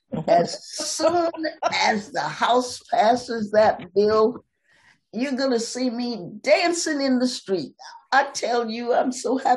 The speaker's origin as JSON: {"language": "English", "town": "Marshall", "region": "Texas", "country": "United States", "said": "for me, in Marshall, Texas, we go to the fairground."}